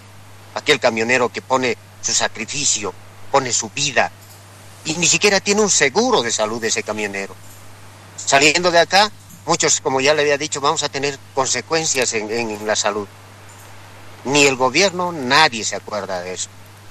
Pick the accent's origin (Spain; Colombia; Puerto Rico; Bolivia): Bolivia; Nosotros también somos bolivianos.